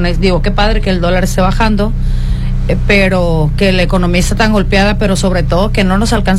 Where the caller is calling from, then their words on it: Mexico; Yo vivo en México.